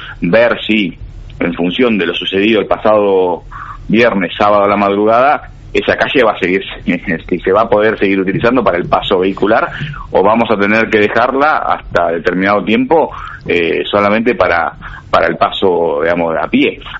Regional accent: Argentina; now in Punta Alta, Argentina; orgulloso como vecino, como intendente, como argentino

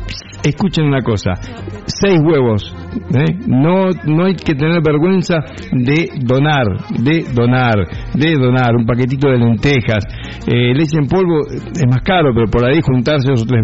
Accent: Galicia, Spain; Tengo tiempo, tengo paciencia, soy gallego.

